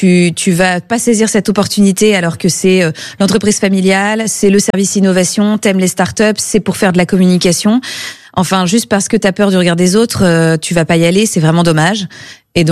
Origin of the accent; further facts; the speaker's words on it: Hauts-de-France, France; moved away as an adult; c'était pour me libérer du poids du nom de famille, de quitter le Nord, quitter la France et découvrir qui j'étais en tant que … pas uniquement en tant